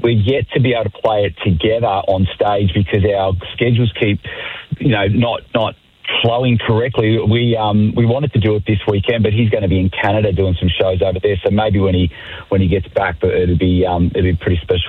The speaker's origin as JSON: {"language": "English", "region": "Tasmania", "country": "Australia", "tie": "born or raised there", "said": "I grew up in Tassie, and I grew up playing footy my whole life."}